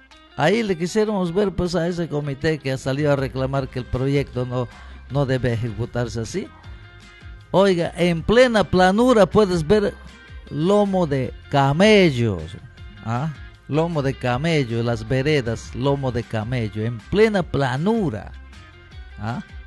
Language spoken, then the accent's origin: Spanish; Peruvian Amazon, Peru; Como dicen por ahí en mi tierra, en la selva